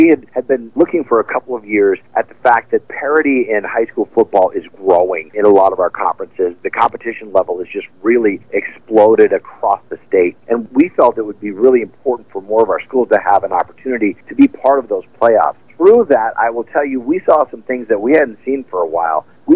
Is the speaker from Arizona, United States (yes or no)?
yes; Arizona, United States; also born or lived in Indiana; We're originally from Indiana. We moved here when I was a kid and went to elementary school and middle school and high school here in Arizona.